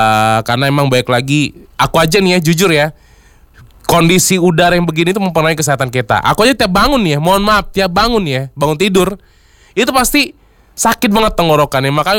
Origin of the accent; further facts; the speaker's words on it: Palembang, South Sumatra, Indonesia